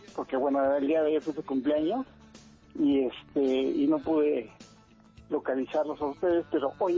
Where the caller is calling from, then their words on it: Mexico City, Mexico; Estamos acá en Xochimilco.